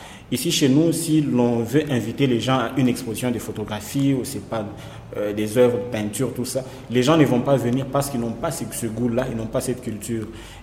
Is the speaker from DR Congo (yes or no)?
yes; Kolwezi, Lualaba, DR Congo; born or raised there; also born or lived in Lubumbashi